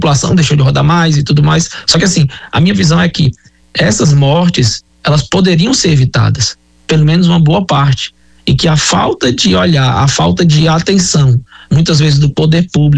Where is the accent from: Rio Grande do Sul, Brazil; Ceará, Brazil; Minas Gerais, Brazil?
Ceará, Brazil; Fortaleza; born or raised there